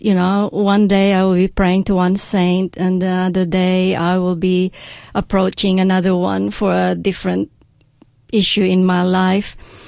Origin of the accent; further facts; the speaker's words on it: Tupi, Soccsksargen, Philippines; I've grown up in a place called Tupi in South Cotabato. We live in a business district where the church is within our neighborhood, say about 200 to 300 meters.